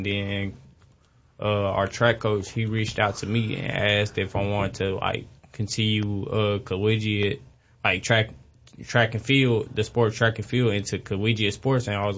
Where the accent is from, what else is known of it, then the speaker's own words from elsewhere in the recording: Fulton, Kentucky, United States; I'm from a small city, Fulton, Kentucky.